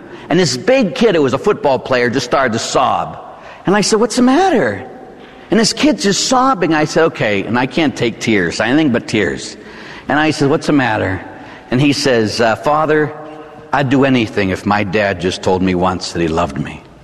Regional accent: Pittsburgh, Pennsylvania, United States; born or raised there

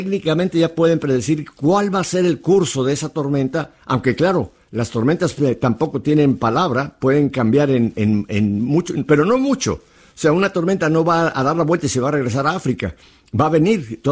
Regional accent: Mexico; now in United States; yo soy americano, tengo una nacionalidad americana, aunque soy mexicano, y eso nunca me se me va a quitar

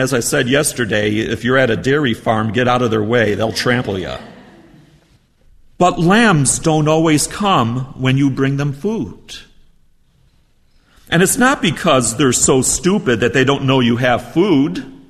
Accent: Natural Bridge, New York, United States; And Ottawa is only about a two-hour drive north of my hometown in northern New York called Natural Bridge.

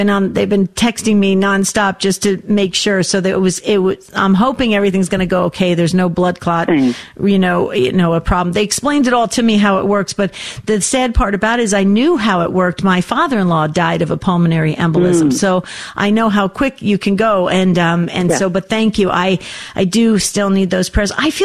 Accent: New Jersey, United States; Is it just because I'm from New Jersey, Denise?

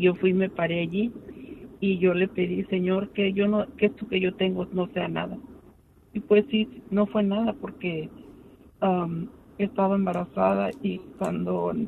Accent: Matehuala, San Luis Potosí, Mexico; porque ellos querían casarse en el Real de 14, porque wow, nosotros somos de Matehuala.

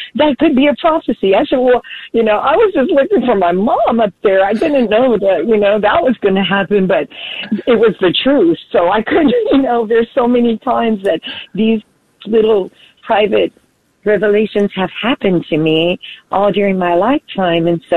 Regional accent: Houston, Texas, United States; while in Houston, I was from Houston, I was visiting the Catholic Charismatic Center

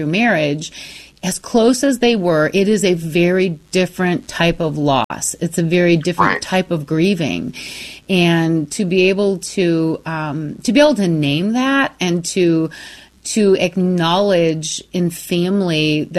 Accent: Michigan, United States; but I've been in Arizona for many, many years, but Michigan is still my home state. It's just a beautiful, beautiful place.

